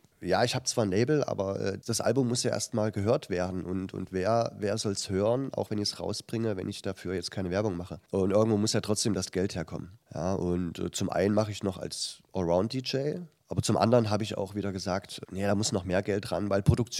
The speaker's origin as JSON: {"language": "German", "town": "Halle", "region": "Saxony-Anhalt", "country": "Germany", "tie": "born or raised there"}